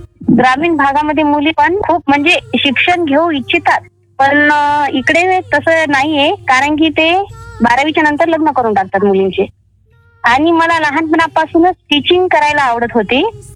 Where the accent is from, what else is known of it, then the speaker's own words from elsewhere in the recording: Pardi Asra, Maharashtra, India; also born or lived in Sukli; माझं गाव सुकळी आहे, तालुका जिल्हा वाशिम आहे. वाशिम वरून 20 किलोमीटर अंतर माझं गाव आहे. तसेच माझे माहेर पारडी आसरा आहे.